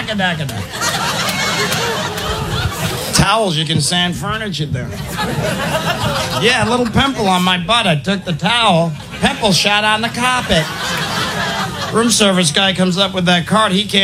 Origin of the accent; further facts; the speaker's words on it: New York, United States; I'm a New Yorker. I like to brace myself.